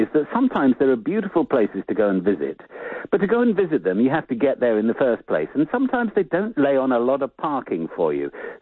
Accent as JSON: {"language": "English", "region": "London", "country": "United Kingdom", "said": "I'm speaking as a Londoner now, you can probably tell"}